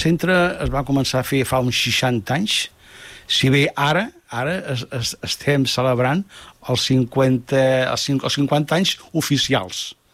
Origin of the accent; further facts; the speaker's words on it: Vallirana, Catalonia, Spain; A la clínica, però soc nascut de Vallirana.